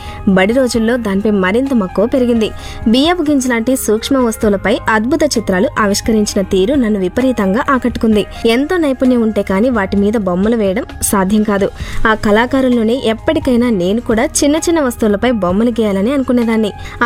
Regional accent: Penamaluru, Andhra Pradesh, India; మా స్వస్థలం కృష్ణా జిల్లా పెనుమలూరు.

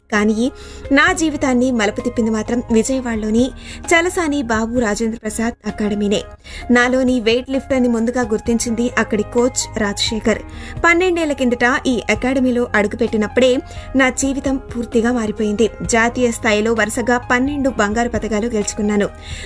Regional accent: Pedda Krishnapuram, Andhra Pradesh, India; నేను కూడా అదే శ్రీకాకుళం జిల్లా ఆముదాల వలస మండలం నుంచి వచ్చాను. ఆమెనే స్ఫూర్తిగా తీసుకున్నాను. మా ఊరు పెద్ద కృష్ణాపురం.

